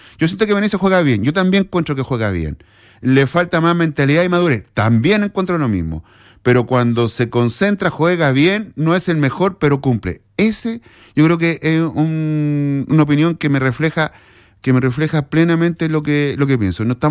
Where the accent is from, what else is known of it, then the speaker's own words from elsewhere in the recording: Iquique, Tarapacá, Chile; now in Santiago, Chile; un orgullo, pero allá en Iquique, aquí en Santiago, es difícil. Siempre me preguntan de qué equipo soy yo, siempre iquiqueño de corazón.